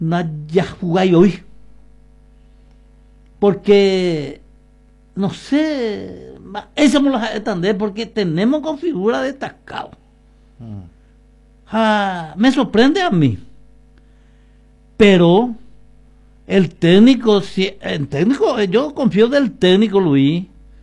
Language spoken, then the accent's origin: Spanish; Paraguay; Porque soy paraguayo.